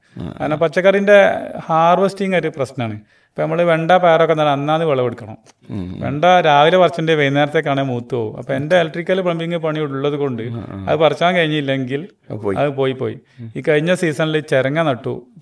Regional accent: Kerala, India; നമ്മളെ ഈ മലബാർ മേഖലയിലെ

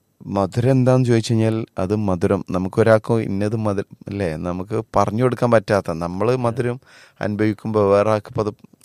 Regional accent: Kinavakkal, Kerala, India; ഞാൻ ജനിച്ചത് വളർന്നതൊക്കെ കൂത്തുപറമ്പിനടുത്ത് കിണവക്കലിലാണ്. കൂത്തുപറമ്പിനടുത്താണ്.

